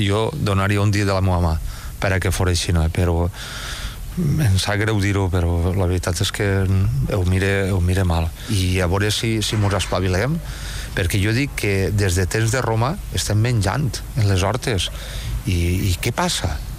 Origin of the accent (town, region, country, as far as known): Valencian Community, Spain